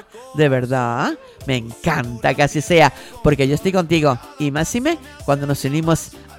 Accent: Castile and León, Spain; now in Canary Islands, Spain; Es que en mi tierra se dice me cachí la mar serena, es una expresión de allí de Castilla León.

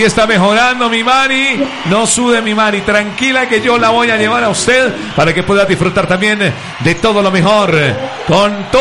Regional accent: Colombia; Claro que sí, en mi Colombia, en mi tierra

